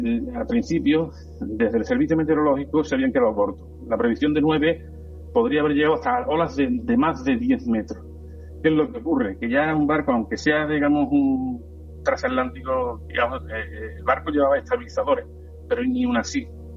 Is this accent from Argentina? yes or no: no; Cádiz, Andalusia, Spain; yo soy de Cádiz, pero muchas veces me escucháis y me cambia